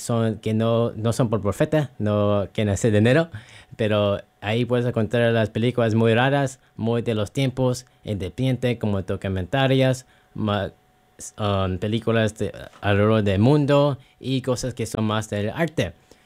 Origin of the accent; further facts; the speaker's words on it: Mexico; now in North Carolina, United States; soy mexicano, ¿qué puedo decir?